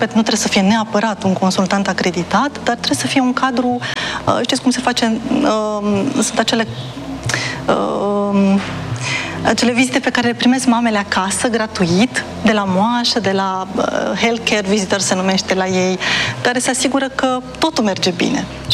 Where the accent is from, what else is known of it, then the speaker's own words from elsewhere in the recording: Brașov, Brașov County, Romania; Aici în București este deja o maternitate, în Brașov, acolo de unde sunt eu, în Timișoara.